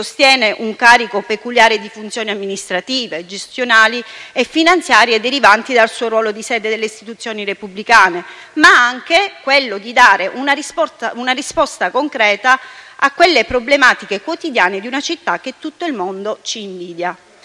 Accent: Sicily, Italy; e per quanto riguarda la mia terra, Catania, Messina e Palermo.

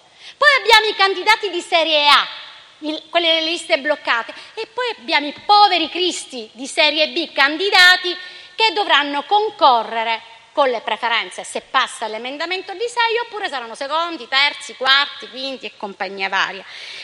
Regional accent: Sicily, Italy

